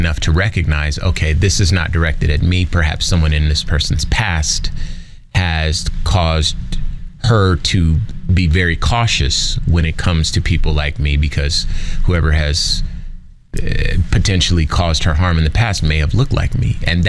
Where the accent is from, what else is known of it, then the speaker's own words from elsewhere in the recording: Compton, California, United States; I've lived a life that I, you know, I'm from Compton, I mentioned.